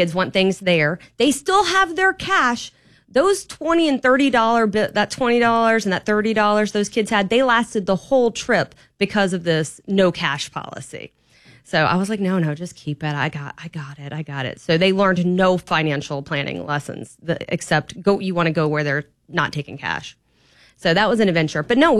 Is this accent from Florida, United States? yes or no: yes; Titusville, Florida, United States; also born or lived in Orlando; growing up in Titusville in Orlando